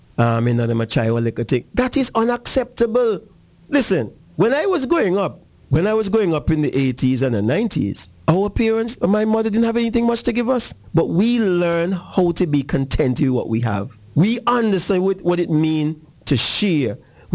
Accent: Antigua & Barbuda; We as people of Antigua and Barbuda

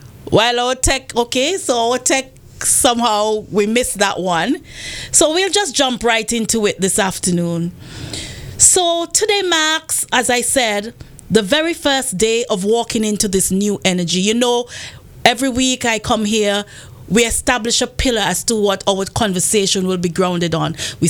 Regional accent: Montserrat; moved away; Montserrat, my hometown, the Emerald Isle of the Caribbean

